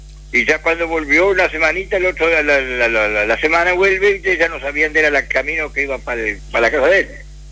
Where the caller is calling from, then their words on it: Altamirano, Entre Ríos, Argentina; Vivíamos en Altamirano